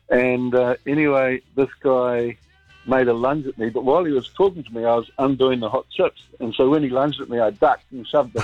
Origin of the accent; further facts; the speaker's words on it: Gisborne, New Zealand; growing up in Gisborne in the 80s was the roughest place